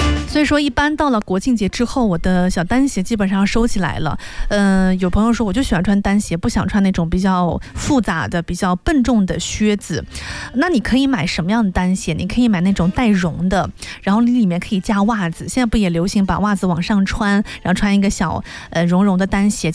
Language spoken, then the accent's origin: Chinese; Yangzhou, Jiangsu, China; moved away as an adult; now in Lianyungang, China; 我记得刚来连云港的那几年，因为怎么说呢，扬州的天气啊，就是我老家那边的天气